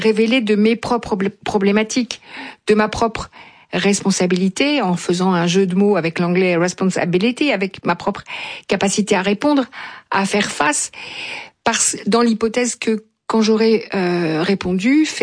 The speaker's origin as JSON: {"language": "French", "country": "France", "said": "je suis française et que c'est ici que je consulte."}